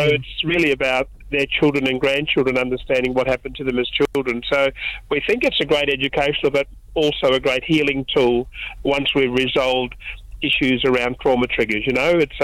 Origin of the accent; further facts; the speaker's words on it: Katanning, Western Australia, Australia; Might take a drive there before I head back to Katani, where I'm camping tonight in my hometown.